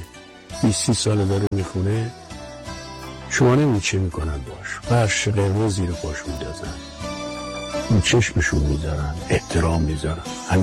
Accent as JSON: {"language": "Persian", "country": "Iran", "moved": "yes", "said": "آرزوم اینه که یه روزی قبل که همه چی تموم بشه سن بتونم ایران برم و تو وطنم باشم."}